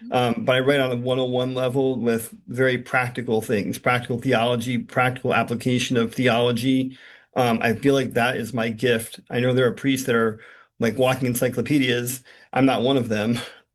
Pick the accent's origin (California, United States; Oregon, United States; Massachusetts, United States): California, United States; I was born and raised in California. My formative years, I guess, were at St. Anthony's in Pasadena, and in college, I went to St. Sophia Cathedral in Los Angeles.